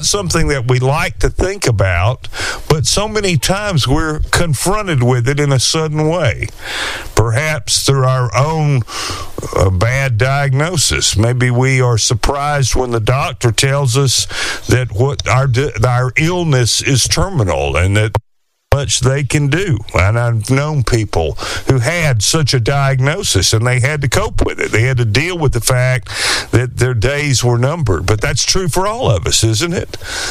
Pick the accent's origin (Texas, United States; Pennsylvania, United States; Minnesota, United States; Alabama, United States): Alabama, United States; born or raised there